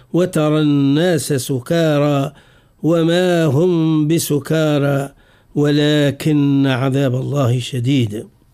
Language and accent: Arabic; Tunisia; عندنا في تونس في بعض مناطقنا ينطقوا بالغين مرققة